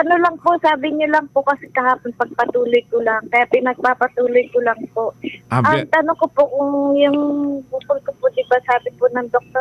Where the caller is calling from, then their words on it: Gumaca, Calabarzon, Philippines; Dito po sa Gumaca.